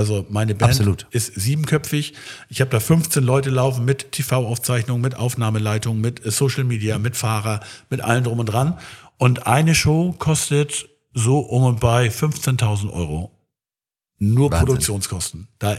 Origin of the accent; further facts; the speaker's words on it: Schleswig, Schleswig-Holstein, Germany; Ich komme ja aus Schleswig, also ich bin ja geboren in Schleswig und da gibt's unten an der Schlei einen Stadthafen